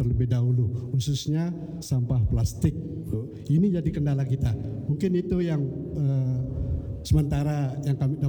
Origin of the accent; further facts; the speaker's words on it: Tajun, Bali, Indonesia; desa kami yaitu Desa Tajun